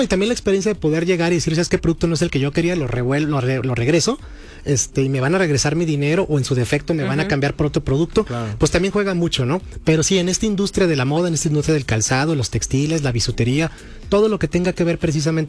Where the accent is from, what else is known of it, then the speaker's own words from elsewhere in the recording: Mexico; somos 130 millones de habitantes